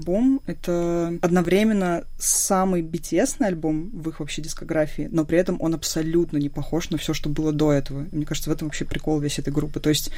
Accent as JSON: {"language": "Russian", "country": "Russia", "said": "То есть, ну, я прям девочка из России"}